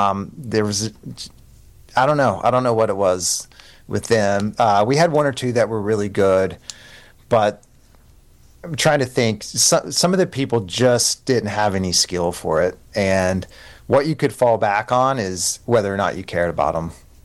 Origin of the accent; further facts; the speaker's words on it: Kentucky, United States; accent: Appalachian; I'm from Eastern Kentucky, so I speak like a version of Appalachian.